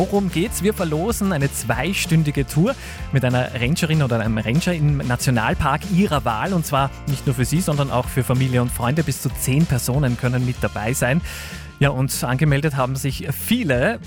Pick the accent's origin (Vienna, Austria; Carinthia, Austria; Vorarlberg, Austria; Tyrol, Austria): Carinthia, Austria; als Kärntner weiß ich natürlich Hohe Tauern.